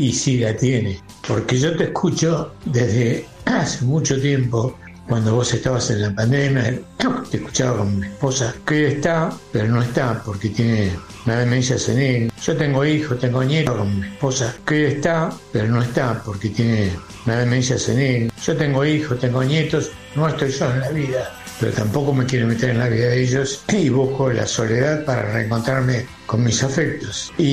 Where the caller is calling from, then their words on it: La Plata, Buenos Aires Province, Argentina; Tengo 84 años, soy … de La Plata